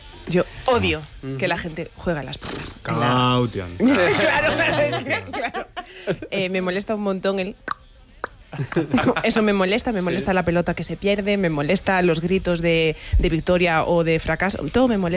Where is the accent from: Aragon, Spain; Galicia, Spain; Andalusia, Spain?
Galicia, Spain; Ourense; Es verdad que yo soy de Ourense, que no tiene mar, pero en Galicia pues voy a Poblado Caramiñal